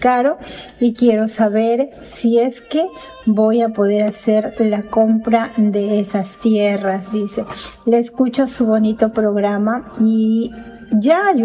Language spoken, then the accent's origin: Spanish; Ecuador; Sí, yo soy ecuatoriana. La bandera de mi bello país, el Ecuador, está fuera de mi casa.